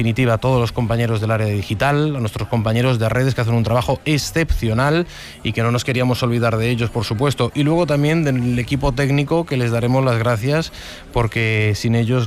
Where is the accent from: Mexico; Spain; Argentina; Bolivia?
Spain; Galicia; Yo soy gallego.